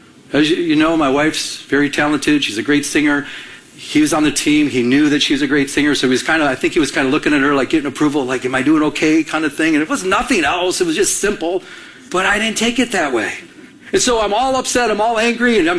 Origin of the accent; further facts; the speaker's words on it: Michigan, United States; I'm from Michigan.